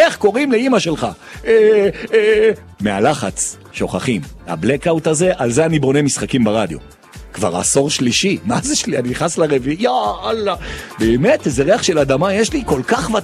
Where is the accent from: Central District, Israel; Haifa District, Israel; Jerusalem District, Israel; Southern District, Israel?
Jerusalem District, Israel; Jerusalem; גם אני ירושלמי בכלל.